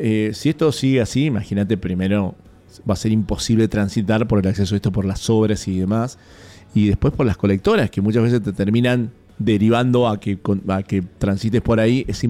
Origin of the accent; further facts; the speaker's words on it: Mendoza, Argentina; como argentinos, como mendocinos